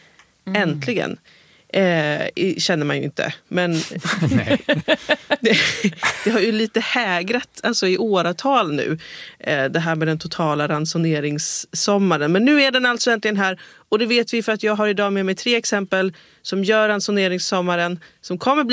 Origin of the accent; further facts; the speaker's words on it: Skåne, Sweden; Ständigt får vi skåningar höra hur bra danskarna är på att spara vatten.